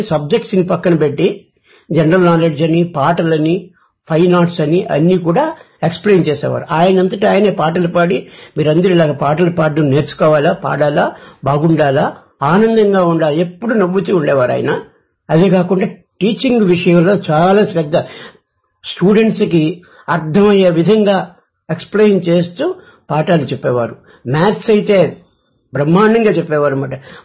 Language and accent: Telugu; Anakapalli, Andhra Pradesh, India; also born or lived in Vizianagaram; నేను విజయనగరం నుంచి వచ్చాను, ఆర్టీసీ లో పనిచేస్తూ రిటైర్ అయ్యాను. మాది నేటివ్ ప్లేస్ అనకాపల్లి.